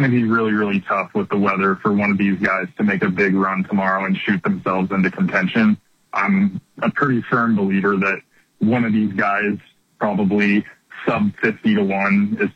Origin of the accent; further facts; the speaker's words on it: Kansas, United States; For me personally, it's Sam Stevens, and partly because I'm from Kansas, he's from Kansas, and I've actually played a round of golf with him before.